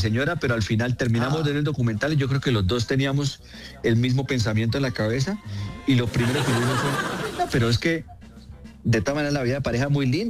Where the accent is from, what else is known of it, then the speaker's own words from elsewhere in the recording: Santander, Colombia; now in Bogotá, Colombia; lo que es vivir en Bogotá, siendo santandereano